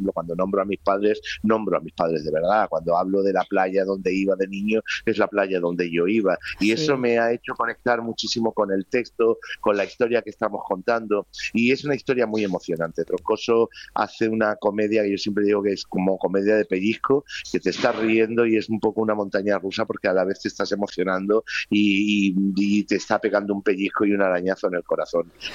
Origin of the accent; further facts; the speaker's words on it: Málaga, Andalusia, Spain; now in Madrid, Spain; yo soy de Málaga